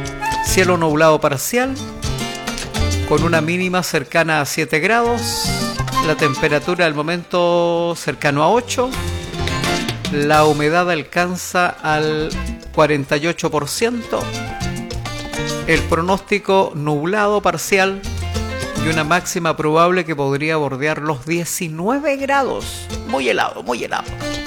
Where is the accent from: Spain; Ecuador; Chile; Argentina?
Chile; somos chilenos todo el año.